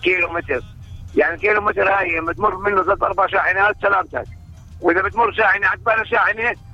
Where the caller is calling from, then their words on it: Tulkarm, West Bank, Palestine; من الكرم.